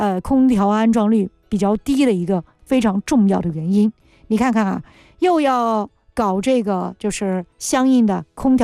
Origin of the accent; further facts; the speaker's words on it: China; 我们中国人有句话叫什么？